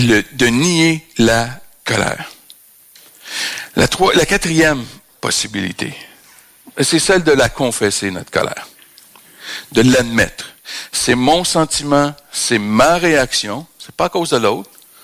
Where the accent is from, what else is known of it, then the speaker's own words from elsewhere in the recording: Canada; je suis Canadien